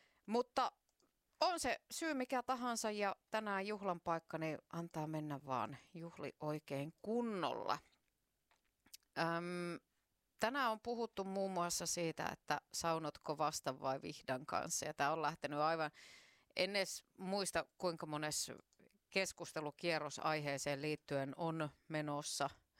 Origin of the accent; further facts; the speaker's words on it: Southeast Finland, Finland; kun tulee tuolta Kaakkois-Suomesta, niin meilläpäin on aika paljon semmoisia murresanoja, mitkä ei sitten tavallaan toimi ihan samalla tavalla kuin muualla Suomessa.